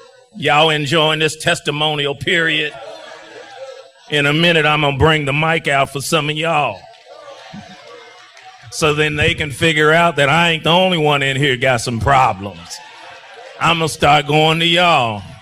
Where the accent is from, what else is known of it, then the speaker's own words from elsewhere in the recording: Henderson, United States; born there; I was born in Henderson.